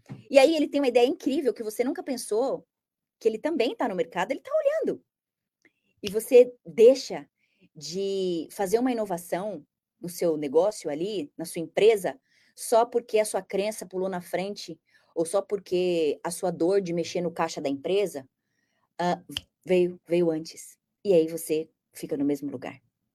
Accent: Brazil; moved away; Eu sou brasileira, tenho uma outra cultura

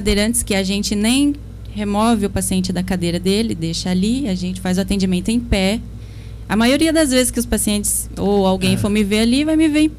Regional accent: Itaiaçu, Brazil; moved away as an adult; now in Monte Alto, Brazil; Isso, sou de Itaiaçu, nascida e criada lá.

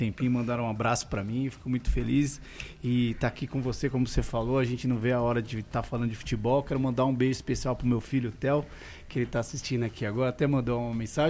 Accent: São Paulo, Brazil; now in Limeira, Brazil; eu sou de São Paulo, vim pra Limeira

